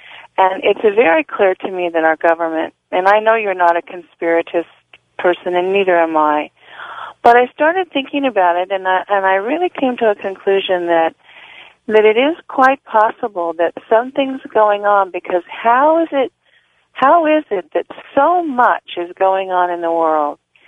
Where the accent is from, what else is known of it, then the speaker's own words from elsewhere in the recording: Tujunga, California, United States; I'm from Tujunga.